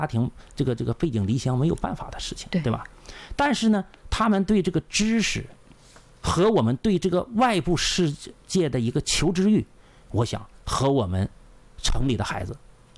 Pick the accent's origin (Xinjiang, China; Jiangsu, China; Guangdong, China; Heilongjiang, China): Heilongjiang, China; Daqing; now in Shanghai, China; 新上海人。那么从小呢，我是在东北的农村长大的，啊，我的老家呢是黑龙江大庆的，